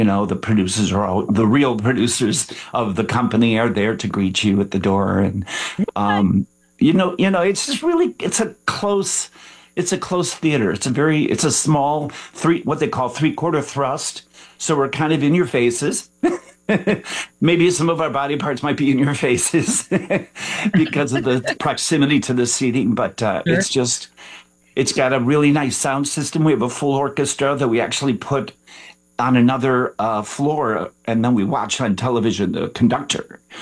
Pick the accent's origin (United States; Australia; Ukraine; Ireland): United States; Chicago, Illinois; The south side of Chicago.